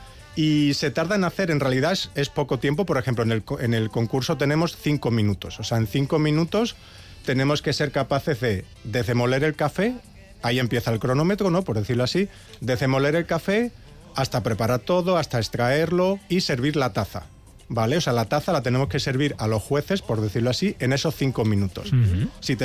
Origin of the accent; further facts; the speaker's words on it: Extremadura, Spain; Ah, de Extremadura.